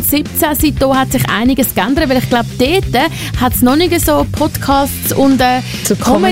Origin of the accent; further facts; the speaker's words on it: Zurich, Switzerland; weil ich als Zürcherin habe es auch nicht gekannt.